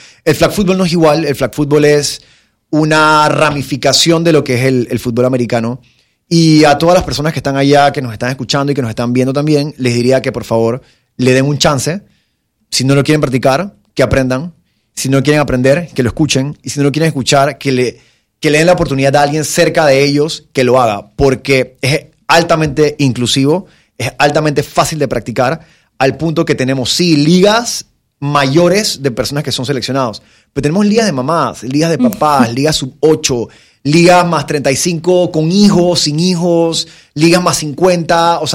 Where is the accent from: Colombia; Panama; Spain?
Panama; yo soy de Panamá